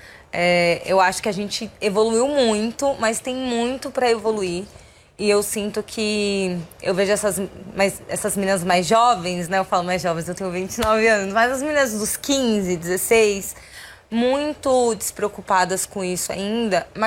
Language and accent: Portuguese; São Paulo, Brazil; eu sou de São Paulo